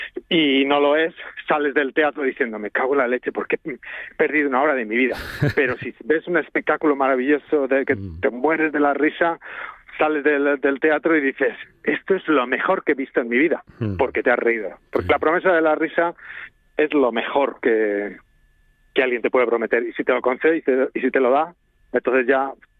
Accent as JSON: {"language": "Spanish", "town": "Bilbao", "region": "Basque Country", "country": "Spain", "tie": "born or raised there", "said": "Mira, ahora estoy en Bilbao, que estoy intentando dar clases de vez en cuando aquí en mi pueblo."}